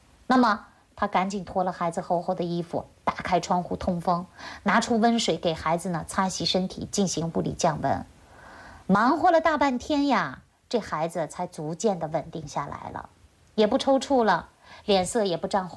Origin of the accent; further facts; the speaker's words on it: China; 这就是我们中国人啊，尤其是50岁以上的啊，非常吃苦，也注重诚信